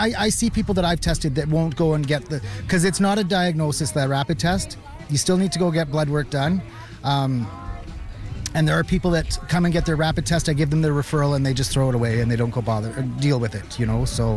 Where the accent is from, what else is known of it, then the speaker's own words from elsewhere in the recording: Saskatchewan, Canada; moved away; I'm from northern Saskatchewan. I haven't been there in 20 years.